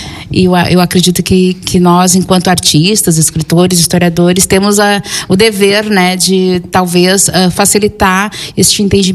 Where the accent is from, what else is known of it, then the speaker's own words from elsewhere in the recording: Porto Alegre, Rio Grande do Sul, Brazil; now in Gravataí, Brazil; Eu sou natural de Porto Alegre, mas resido em Gravataí, na região metropolitana de Porto Alegre.